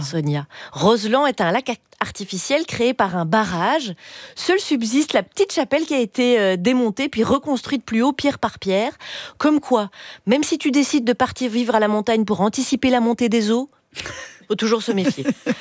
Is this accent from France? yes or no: no; Belgium; Et moi, en tant que Belge, je vous cache pas que j'ai pris sa petite remarque sur les frites saucisses comme une attaque personnelle.